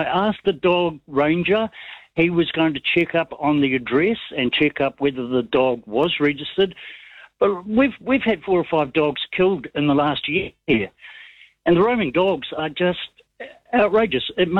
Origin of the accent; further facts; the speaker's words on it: New Zealand; No, I'm Kiwi and proud of it.